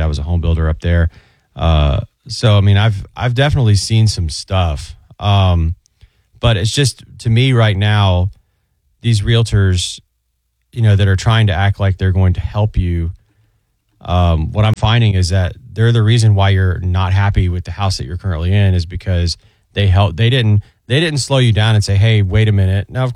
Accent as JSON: {"language": "English", "town": "Sawgrass", "region": "Florida", "country": "United States", "tie": "born or raised there", "said": "I grew up in Sawgrass, the TPC, the Players side of Sawgrass."}